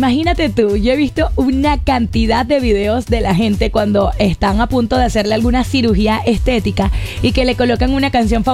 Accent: Venezuela; qué orgullo venezolano uno tiene

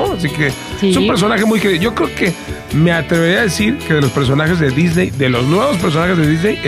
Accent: Mexico; como somos los paisas, los mexas

